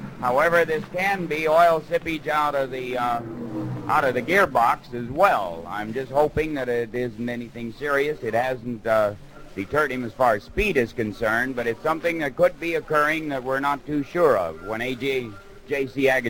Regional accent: California, United States; we in California are real proud of him being a Californian, too, buddy.

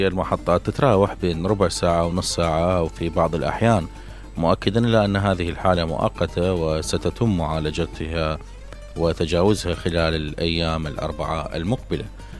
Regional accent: Basra, Basra Governorate, Iraq; عندنا بالبصرة

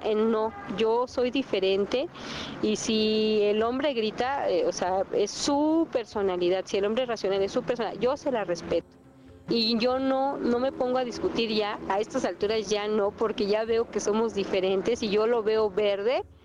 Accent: Mexico; soy mexicana, estoy en México

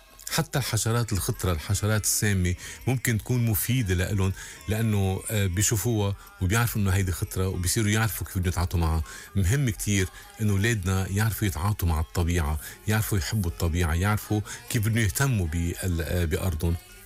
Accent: Mayfouq, Mount Lebanon, Lebanon; انت ابن البقاع وانا ابن ميفوق. بس كون بميفوق وعم قضي كتير أيام هلأ وخصوصي بالفترة اللي ما عندي كتير أشغال فيها بقضيها بضيعتي.

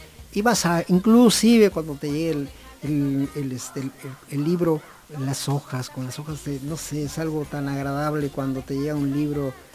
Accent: Mexico; la fecha más importante para nosotros como mexicanos y donde nosotros debemos festejar.

